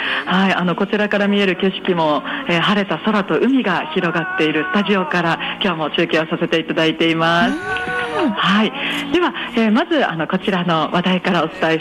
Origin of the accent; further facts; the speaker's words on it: Okinawa, Japan; 私の地元でもハーリー大会がある